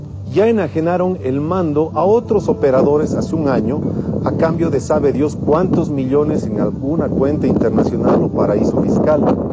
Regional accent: Bolivia; los bolivianos no olvidamos que, de 2005 a 2019, es decir, en 14 años, no faltaban combustibles, ni dólares, ni trabajo

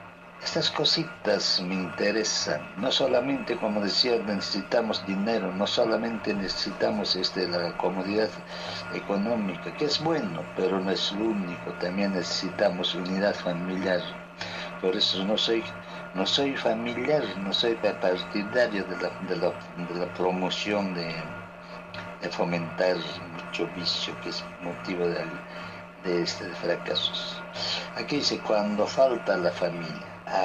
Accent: Acomayo, Cusco, Peru; la Municipalidad Provincial de Acomayo, mi tierra, está anunciando una feria agropecuaria comercial el día miércoles 26 de agosto.

